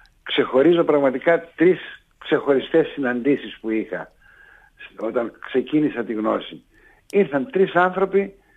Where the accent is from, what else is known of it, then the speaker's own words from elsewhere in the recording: Chania, Crete, Greece; now in Athens, Greece; Λέω σε κάποιο σημείο ότι έφυγα για λίγο από τα Χανιά και η ξενιτιά, λέω, με πλάνεψε και αντί για 30 μέρες έμεινα 30 χρόνια. Στην ουσία έμεινα 40 χρόνια στην Αθήνα.